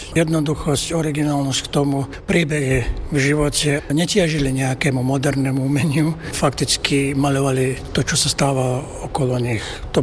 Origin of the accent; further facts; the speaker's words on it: Kovačica, Vojvodina, Serbia; born there; Ja som sa narodil v Kovačici.